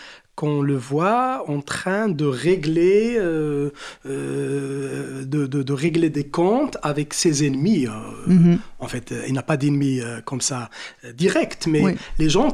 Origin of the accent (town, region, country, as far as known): Morocco